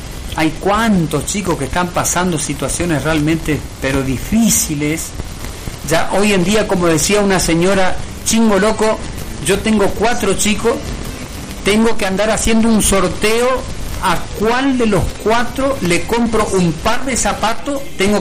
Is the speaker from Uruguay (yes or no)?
no; Argentina; si vos te pones a analizar como argentino